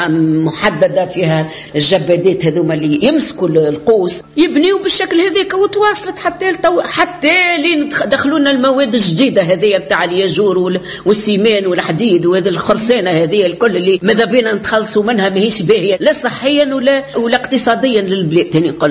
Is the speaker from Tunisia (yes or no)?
yes; Tunisia; born there; اكتشفته بطبيعة الحال أنا مولودة في تونس، قررت باش نجي لهنا.